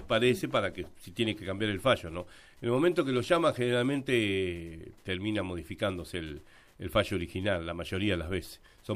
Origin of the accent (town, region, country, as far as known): Argentina